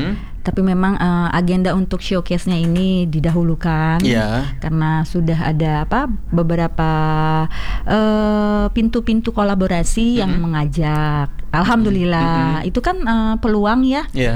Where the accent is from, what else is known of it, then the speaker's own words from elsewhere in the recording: Aceh, Indonesia; also born or lived in North Sumatra; Karena saya sendiri adalah terlahir dari kota Sumatera Utara dan kampung halaman saya di Aceh gitu.